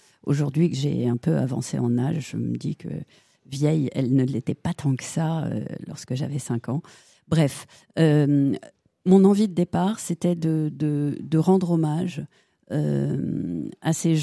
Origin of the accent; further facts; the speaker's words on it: Nantes, Pays de la Loire, France; also born or lived in Pornic; Moi, je suis née à Nantes et j'ai passé mon enfance entre Nantes, où mes grands-parents travaillaient au Théâtre Gralin, et Pornic, où donc mes autres grands-parents, paternels, ceux-là, étaient de petits commerçants.